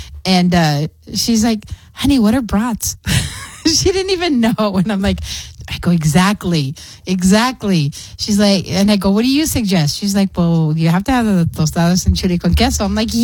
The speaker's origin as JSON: {"language": "English", "town": "El Paso", "region": "Texas", "country": "United States", "tie": "born or raised there", "said": "And so I'm a white girl, but I was born and raised here in El Paso. So I'm fully engulfed in the Hispanic and Mexican cultures and food. And that's all I know because I've lived here all my life."}